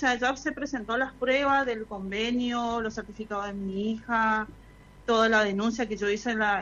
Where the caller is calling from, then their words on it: Barranqueras, Chaco, Argentina; Yo soy de Barranqueras.